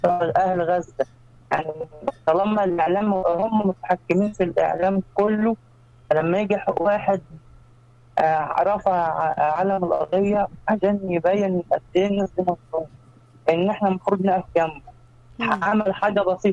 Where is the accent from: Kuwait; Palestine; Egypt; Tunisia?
Egypt; إحنا كمصريين